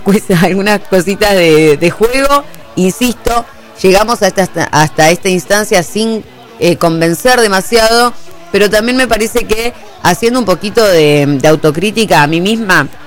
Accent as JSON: {"language": "Spanish", "country": "Argentina", "said": "al menos yo como argentina pretendo mucho más de la selección argentina."}